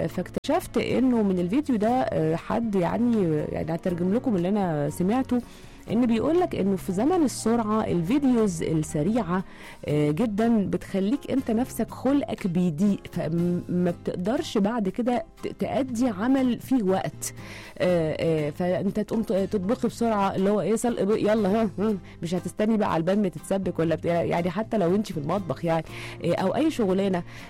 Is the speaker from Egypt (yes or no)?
yes; Egypt; إحنا متعلقين أصلنا كمصريين